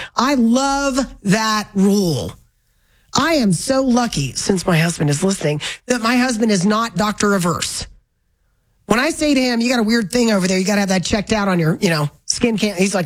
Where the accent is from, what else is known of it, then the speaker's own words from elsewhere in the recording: Florida, United States; growing up in Florida